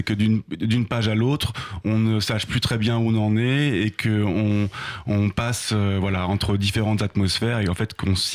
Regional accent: Normandy, France; born or raised there

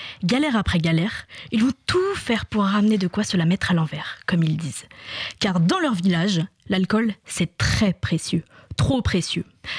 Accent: Brittany, France; si t'as grandi en Bretagne comme moi.

